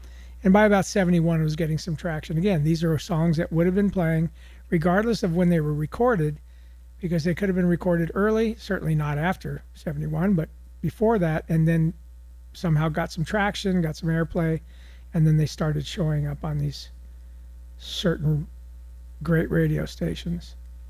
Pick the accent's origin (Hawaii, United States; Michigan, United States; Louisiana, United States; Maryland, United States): Hawaii, United States; Wailuku; here in downtown Wailuku, the Hamlet, my hometown. Here, right up the hill.